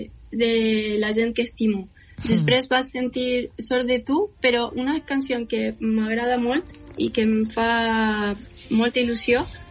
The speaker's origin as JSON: {"language": "Catalan", "country": "Argentina", "also_born_or_lived": "Menorca / Barcelona", "second_language": "Catalan", "moved": "yes", "lives_now": "Valencia, Spain", "said": "és que sóc argentina, però visc ací a València i vaig viure 5 anys a Menorca."}